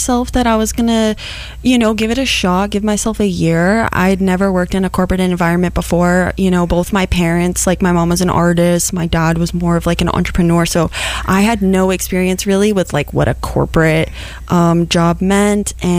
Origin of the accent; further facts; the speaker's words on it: New York City, New York, United States; born there; moved away; also born or lived in California / Los Angeles; originally I'm from the East Village, New York City.